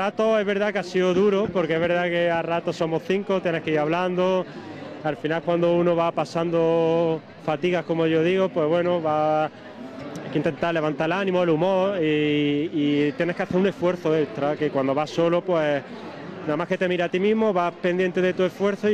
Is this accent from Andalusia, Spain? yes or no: yes; Bedmar, Andalusia, Spain; Somos de Betmar, de un pueblo de la provincia de Jaén. Tenemos un club de atletismo allí y decidimos este año venir a intentarlo. Así que, pueblo pequeñito, de unos 2.600 habitantes.